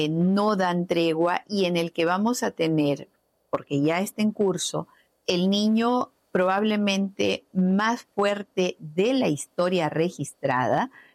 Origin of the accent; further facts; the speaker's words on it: Peru; somos peruanos con DNI